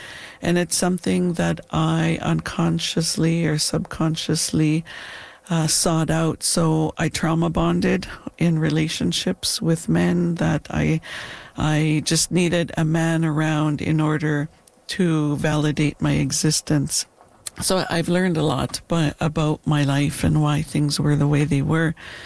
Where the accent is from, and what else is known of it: British Columbia, Canada; born or raised there